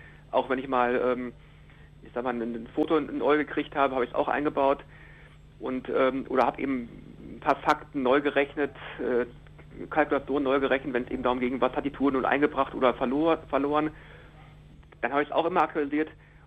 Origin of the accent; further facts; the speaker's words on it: Hagen, North Rhine-Westphalia, Germany; Ich komme aus Hagen.